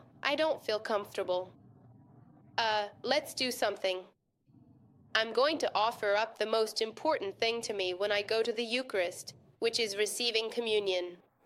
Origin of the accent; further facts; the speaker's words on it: Venezuela; now in Miami, United States; that community that made me so happy in Venezuela and that I hadn't been able to find here.